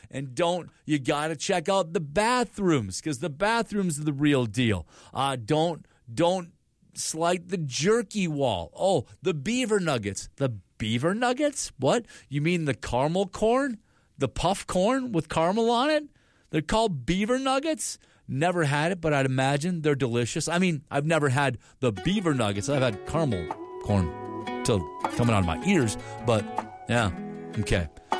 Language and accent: English; Stearns County, Minnesota, United States; also born or lived in Burnsville, Minnesota; I lived in farm country, west central Minnesota, Stearns County, for the majority of my life.